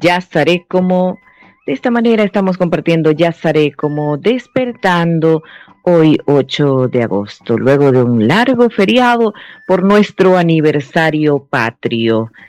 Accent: Bolivia; nosotros como ciudadanos bolivianos estamos aportando al progreso de nuestro país

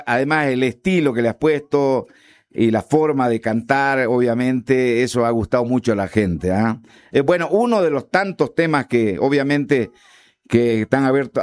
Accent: Bolivia; somos un país, como te digo, conocido por el mundo como andino, Bolivia

